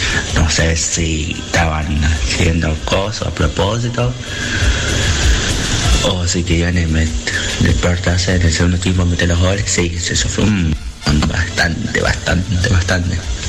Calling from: Las Varillas, Córdoba, Argentina; de Las Varillas.

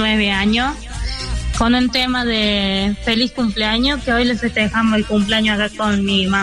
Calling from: La Toma, San Luis, Argentina; de la Toma San Luis, somos de la Toma.

